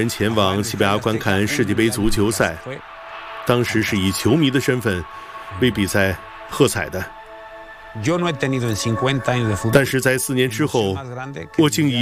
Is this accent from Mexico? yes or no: yes; Mexico City, Mexico; 我年少时就和伙伴们在街上踢球。我在墨西哥城度过了欢乐的童年。